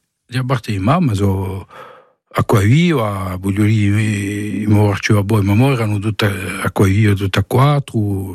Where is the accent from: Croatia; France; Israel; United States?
France; Ajaccio, Corsica; also born or lived in Paris; sono nato in Parigi parecchi anni fa. Dopo sono giunto in Corsica nel 75, ho fatto la muscolarità in Ajaccio.